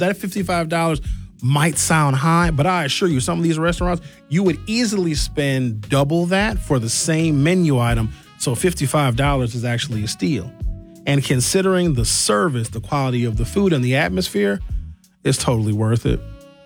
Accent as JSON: {"language": "English", "town": "Milwaukee", "region": "Wisconsin", "country": "United States", "tie": "born or raised there"}